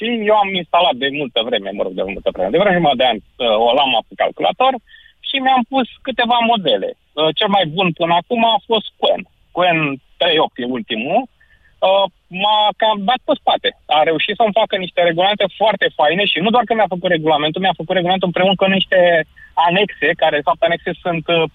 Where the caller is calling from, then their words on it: Târgu Jiu, Gorj County, Romania; Salut! Sunt arhitectul șef din Târgu Jiu, mai exact.